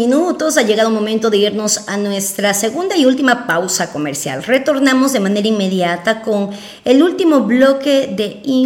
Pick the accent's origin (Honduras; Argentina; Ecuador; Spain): Ecuador; causaron muchísima emoción a quienes somos ecuatorianos.